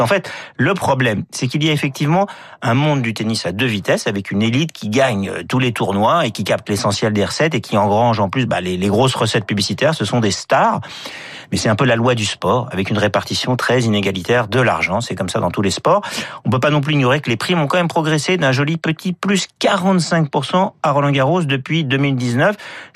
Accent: Paris, Île-de-France, France; Je suis parisien.

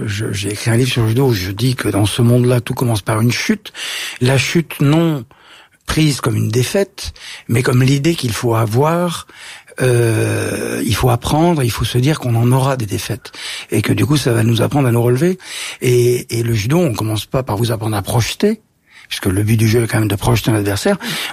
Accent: Vénissieux, Auvergne-Rhône-Alpes, France; also born or lived in Paris; Bon, j'ai grandi en effet à la ZUB des Minguettes, mais c'était mon quartier.

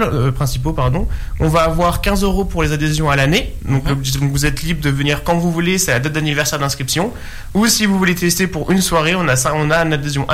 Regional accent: Mexico; now in Decize, France; Donc moi, à l'origine, je suis du Mexique, j'ai l'habitude d'avoir un peu des activités dans les grandes villes.

